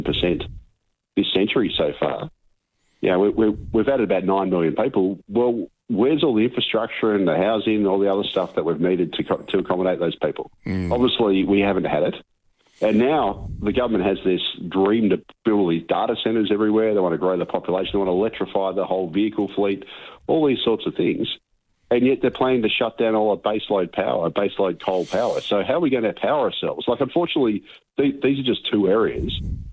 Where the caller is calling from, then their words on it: Melbourne, Victoria, Australia; Now I'm calling you from Victoria or from Melbourne in particular, and down here we probably have the most incompetent state government in the country.